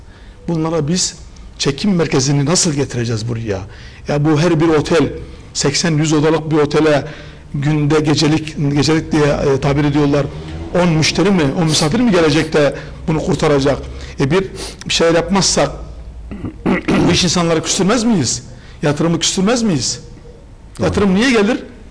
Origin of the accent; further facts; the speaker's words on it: Mersin, Turkey; Ancak bu benim memleketim. Mersin benim memleketim. Ben Mersin'de yaşıyorum. Mersin'i çok seviyorum.